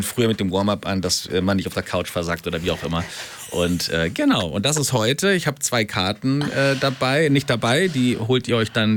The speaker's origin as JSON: {"language": "German", "region": "Hamburg", "country": "Germany", "tie": "born or raised there", "said": "Ich komme aus Hamburg, gebürtiger Hamburger, in Billstedt groß geworden und lebe jetzt in Eimsbüttel."}